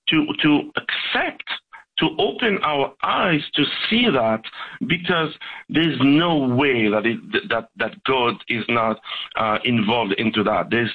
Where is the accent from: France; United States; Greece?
France; moved away as an adult; now in Israel; I was born and raised in France, and all of a sudden with my wife, we decided to move to Israel. We had no Hebrew, nothing, no connection.